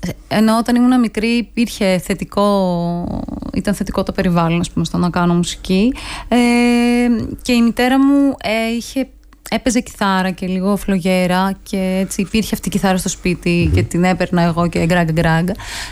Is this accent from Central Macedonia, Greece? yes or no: yes; Thessaloniki, Central Macedonia, Greece; γεννήθηκα και μεγάλωσα στη Θεσσαλονίκη, λίγο πιο έξω από το κέντρο της πόλης.